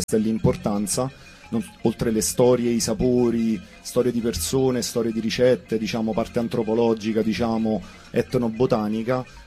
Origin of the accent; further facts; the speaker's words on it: Campania, Italy; io vengo dalla provincia di Salerno